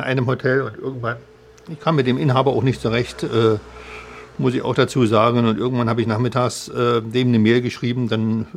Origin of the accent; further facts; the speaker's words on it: East Germany, Germany; ich bin ja ein Kind des Ostens und im Osten groß geworden.